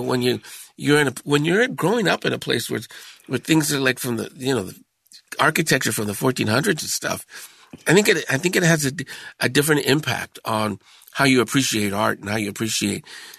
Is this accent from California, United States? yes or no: yes; Sacramento, California, United States; We grew up in Sacramento